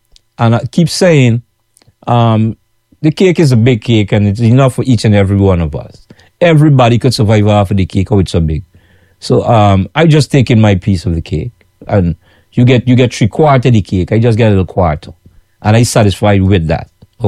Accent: Georgetown, Guyana; now in New York, United States

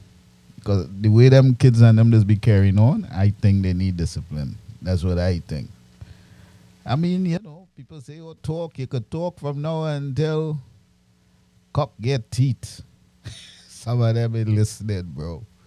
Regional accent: Trinidad & Tobago; I from old school. I mean, I grew up in Trinidad and Tobago, you know. At my young age

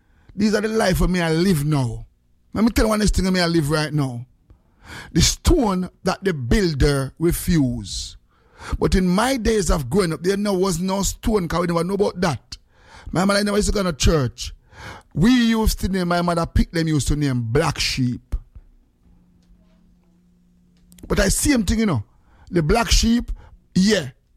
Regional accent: Jamaica; And a lot of us as Jamaican, we have this little style, say, oh, no boy, no, no girl, no, use me, no.

